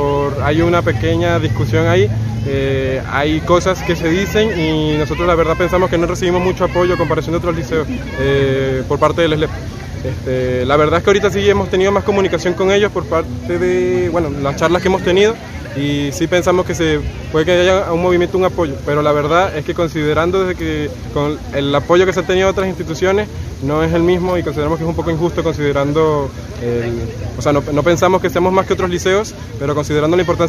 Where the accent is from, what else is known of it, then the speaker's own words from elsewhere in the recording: Venezuela; Yo soy venezolano